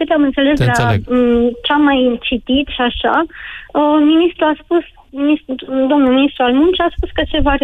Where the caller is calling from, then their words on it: Cugir, Alba County, Romania; Orașul e foarte mic. Am zis … din Alba Iulia, dar sunt din Cugir. E un oraș micus de tot.